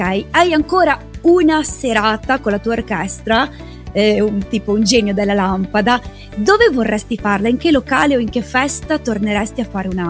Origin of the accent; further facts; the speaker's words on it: Liguria, Italy; moved away; also born or lived in Piacenza; Io sono andata a abitare molto lontano, sono tornata in Liguria, nella mia città, il mio paese